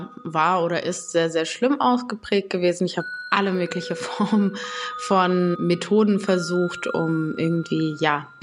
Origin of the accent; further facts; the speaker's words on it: North Rhine-Westphalia, Germany; now in Düsseldorf, Germany; ich komme hier aus dem Ruhrgebiet, bin nach Düsseldorf gezogen.